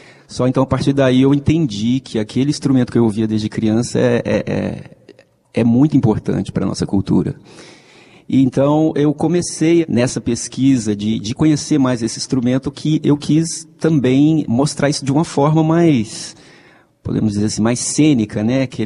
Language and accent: Portuguese; Minas Gerais, Brazil; Eu sou do interior de Minas, e então é natural que desde criança eu tivesse contato com as folias de reis, com as congadas e, consequentemente, com os violeiros tradicionais, né?